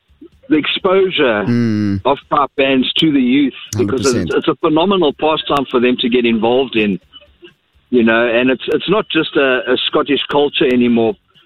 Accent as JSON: {"language": "English", "town": "Johannesburg", "region": "Gauteng", "country": "South Africa", "said": "I'm not used to a cold day in Pretoria. I come from Joburg. I'm used to the sun."}